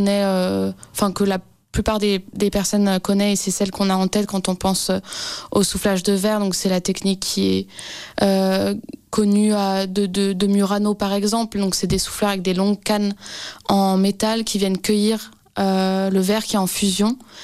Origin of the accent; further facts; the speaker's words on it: France; je suis française